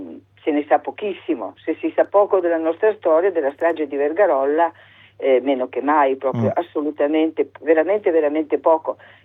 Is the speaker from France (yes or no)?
no; Vrsar, Istria County, Croatia; io sono di Orsera, lei era orsarese